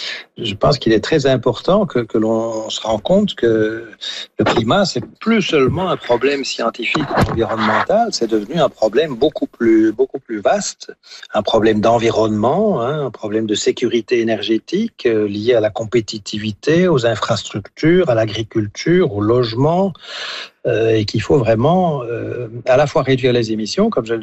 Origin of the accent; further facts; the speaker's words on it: Belgium; chez nous en Belgique